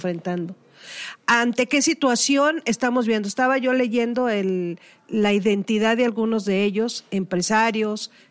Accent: Mexico; Somos mexicanos

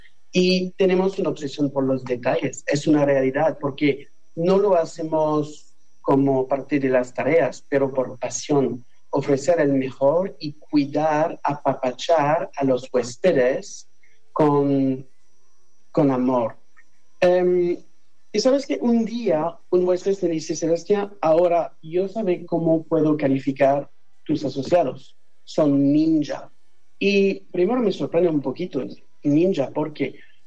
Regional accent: Mexico; somos orgullosamente mexicanos

